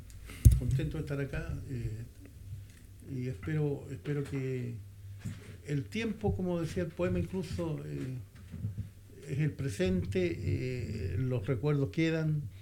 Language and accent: Spanish; Yerbas Buenas, Maule, Chile; also born or lived in Linares / Colbún; yo soy oriundo de Hierbas Buenas, comuna de Linares también.